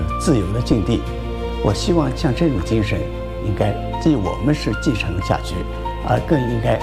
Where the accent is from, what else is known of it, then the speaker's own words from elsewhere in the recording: Chongqing, China; moved away; ，很开心听到重庆国际动画电影周在我家乡举办。